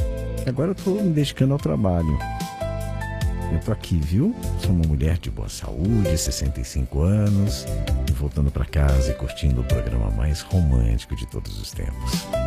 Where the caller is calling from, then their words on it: Cabo Frio, Rio de Janeiro, Brazil; eu sou de Cabo Frio, no Rio de Janeiro.